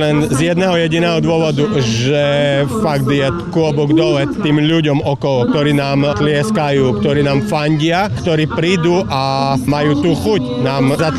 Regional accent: Vranov nad Topľou District, Prešov Region, Slovakia; keďže som z Vranovského okresu

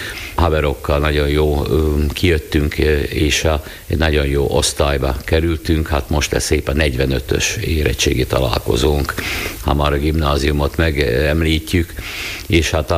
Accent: Rimavská Sobota, Banská Bystrica Region, Slovakia; Egykeként nőttem föl itt Rimaszombatba, lokálpatrióta családba, hát logikus, hogy én is ezzé váltam.

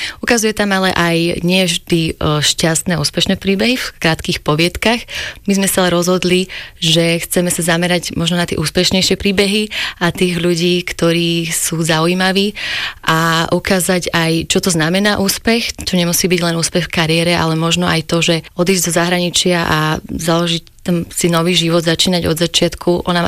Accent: Nitra, Nitra Region, Slovakia; born there; keď Nitra kandidovala, moje rodné mesto, nakoniec teda vyhral Trenčín, ale my sme boli tiež dosť blízko.

